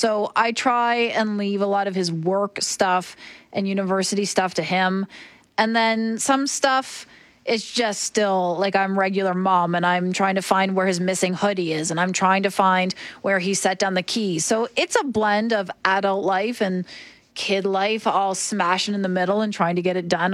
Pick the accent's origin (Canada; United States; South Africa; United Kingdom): Canada; Oshawa, Ontario; I grew up in Oshawa, which is outside Toronto.